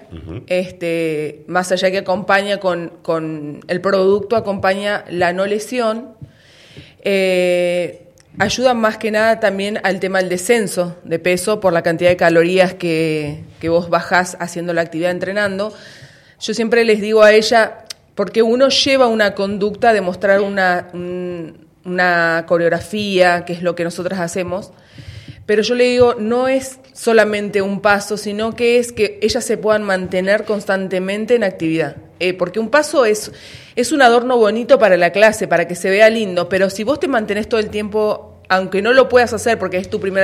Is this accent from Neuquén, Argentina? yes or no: yes; Neuquén, Argentina; now in Plottier, Argentina; soy de Neuquén, estoy viviendo en Plotier